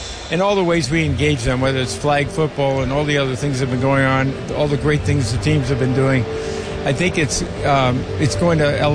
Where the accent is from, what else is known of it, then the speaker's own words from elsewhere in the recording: Washington, District of Columbia, United States; I grew up in Washington, D.C., actually, but I was a Colts fan.